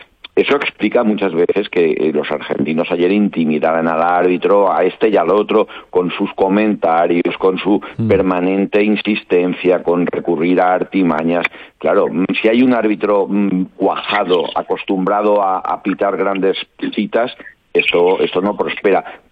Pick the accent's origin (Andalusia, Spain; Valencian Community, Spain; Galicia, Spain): Valencian Community, Spain; como Alex y yo somos valencianos